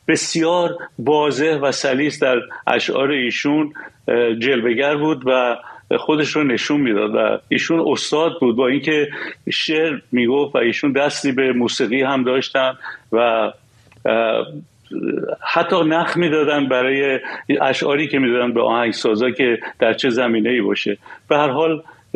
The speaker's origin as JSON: {"language": "Persian", "country": "Iran", "moved": "yes"}